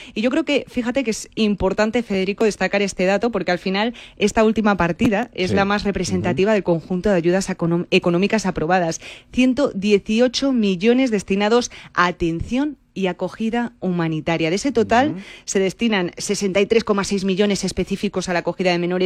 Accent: Spain

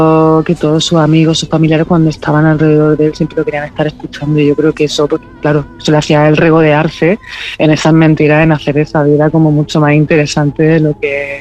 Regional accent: Region of Murcia, Spain; moved away as an adult; also born or lived in Granada; yo soy murciana, pero estudié en Granada.

